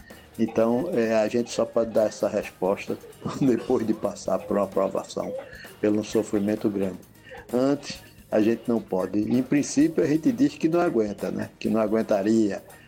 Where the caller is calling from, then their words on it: Pernambuco, Brazil; aqui de Casa Forte.